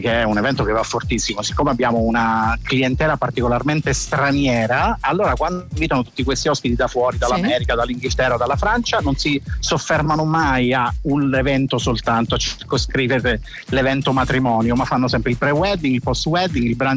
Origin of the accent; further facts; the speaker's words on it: Sicily, Italy; Sì, sono a Roma, esatto. Io sono siciliano, sono basato in Sicilia, però spesso vengo a Roma per lavoro